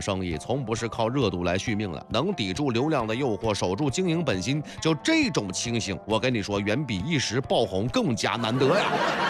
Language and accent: Chinese; Northeast China, China